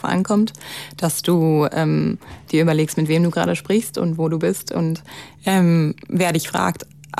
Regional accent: Germany; moved away; Also ich sag oft, wenn ich hier bin, ich komme aus Deutschland und das war's.

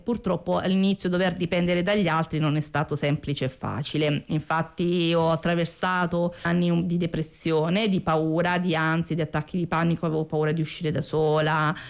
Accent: Apulia, Italy; moved away as an adult; now in Rome, Italy; ho 48 anni, provengo da un piccolo paesino in provincia di Foggia e vivo però a Roma ormai da più di 20 anni.

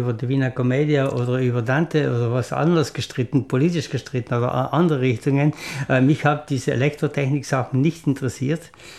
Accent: Bolzano, Trentino-Alto Adige, Italy; now in Jenesien, Italy; Wir sind in Rentsch aufgewachsen.

